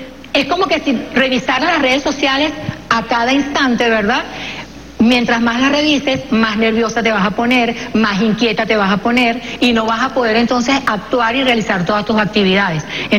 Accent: Venezuela; Y se encuentra la esencia de nosotros como venezolanos.

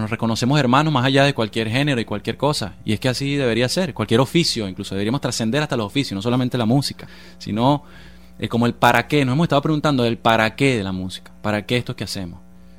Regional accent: Venezuela; Creo yo que no es distinto a lo que ha sucedido en mi país, en Venezuela.

